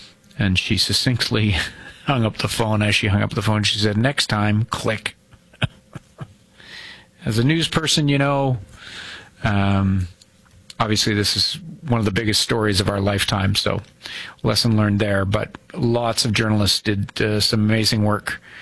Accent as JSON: {"language": "English", "town": "Toronto", "region": "Ontario", "country": "Canada", "tie": "born or raised there", "said": "I had just moved back to Toronto, my hometown."}